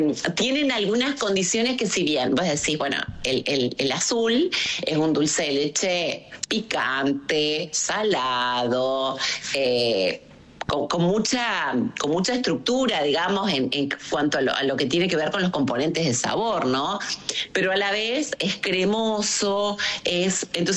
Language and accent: Spanish; Argentina; Hay, por supuesto, la mayoría, sin lugar a dudas, somos argentinos